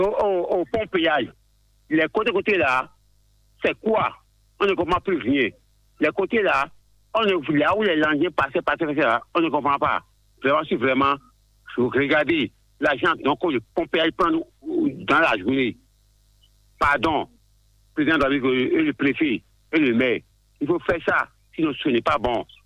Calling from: Ouidah, Atlantique, Benin; Je vous appelle de Ouida, quartier Soubadi.

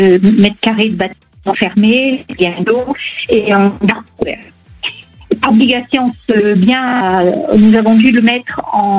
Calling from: Auvergne-Rhône-Alpes, France; Je vous appelle du Puy-de-Dôme.

